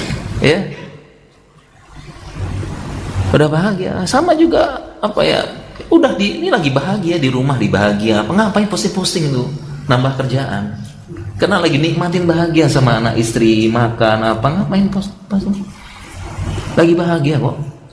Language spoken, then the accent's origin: Indonesian; Yogyakarta, Special Region of Yogyakarta, Indonesia; Kita orang Jogja